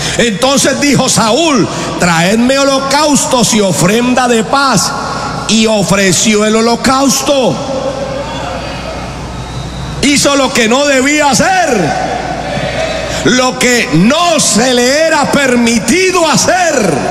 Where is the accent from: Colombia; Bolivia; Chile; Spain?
Colombia; Barrancabermeja, Santander; las cantinas de Barranca Bermeja, de donde somos oriundo.